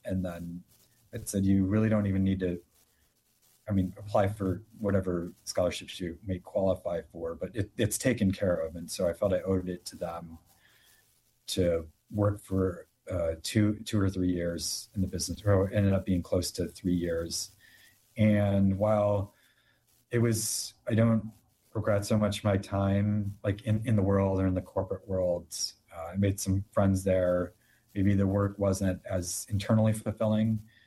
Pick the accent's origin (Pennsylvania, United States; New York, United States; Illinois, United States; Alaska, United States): Illinois, United States; Naperville; But then that was the only real Christian preschool in my hometown of Naperville, or at least walking distance, I guess.